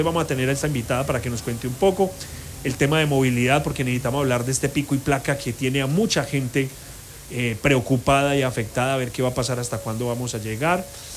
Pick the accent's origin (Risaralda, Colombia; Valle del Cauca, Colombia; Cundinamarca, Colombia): Risaralda, Colombia; Pereira; recordándoles que somos pereiranos y que ese hecho de ser pereirano tiene una connotación especial y diferente en todo el país.